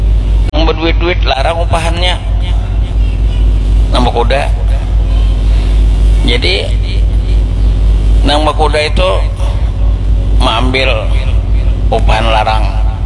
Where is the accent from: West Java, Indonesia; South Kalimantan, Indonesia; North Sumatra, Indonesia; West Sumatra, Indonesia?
South Kalimantan, Indonesia; accent: Banjar; Dalam bahasa kita Banjar ini, rezeki musang kada takahalang.